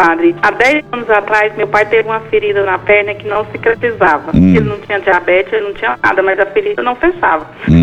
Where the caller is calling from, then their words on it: Goiânia, Goiás, Brazil; Eu falo de Goiânia.